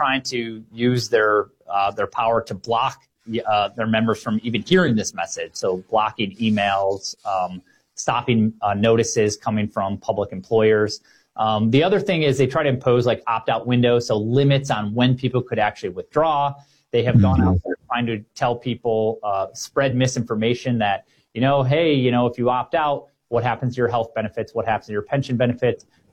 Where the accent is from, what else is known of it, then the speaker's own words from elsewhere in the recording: Illinois, United States; But if you were from like my home state of Illinois, where my parents, you know, my dad was a school teacher